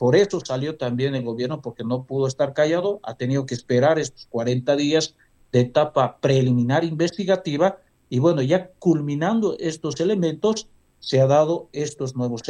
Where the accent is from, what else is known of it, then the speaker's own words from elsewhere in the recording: Bolivia; Acá, y nosotros como bolivianos